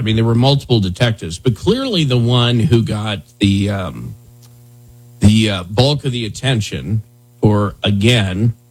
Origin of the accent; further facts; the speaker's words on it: Wyoming, United States; It was one of those things growing up in Wyoming.